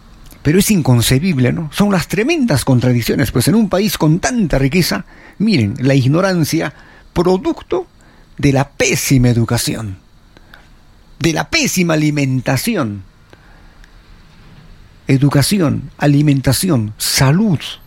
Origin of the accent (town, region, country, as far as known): Peru